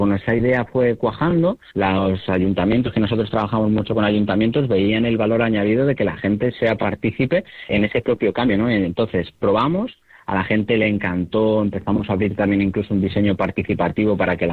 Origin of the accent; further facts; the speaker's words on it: Madrid, Community of Madrid, Spain; justo da la casualidad que es en un barrio donde me crié, en Hortaleza